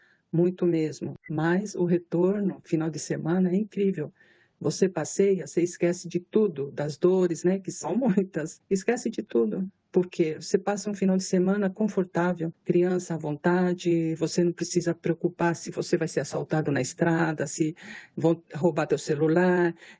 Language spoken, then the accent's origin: Portuguese; Spain; Portuguese is a second language; moved away; also born or lived in Japan; E eu, como eu era espanhola, sou espanhola, né? Não exigiam isso de mim. Eles aceitavam muito mímica, né? E ficava tudo assim, tudo certo. Fui muito acolhida no Japão.